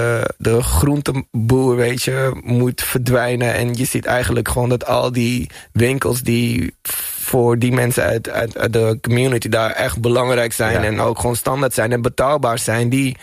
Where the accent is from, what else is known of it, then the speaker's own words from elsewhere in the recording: Amsterdam, North Holland, Netherlands; Slotermeer is net buiten de ring, maar je merkt al dat het dat daar ook al wel een hele grote.